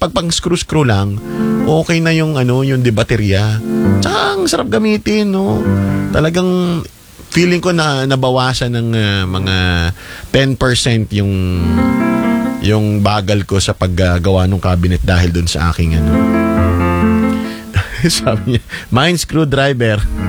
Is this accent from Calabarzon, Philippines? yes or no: yes; Quezon, Calabarzon, Philippines; moved away; lalo na dun sa Quezon, sa probinsya namin